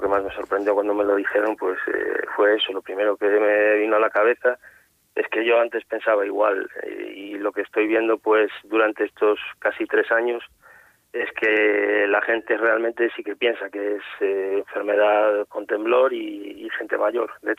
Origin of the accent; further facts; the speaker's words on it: Moaña, Galicia, Spain; now in Ribeira, Spain; yo soy de Moaña, uh-huh, y afincado en Ribeira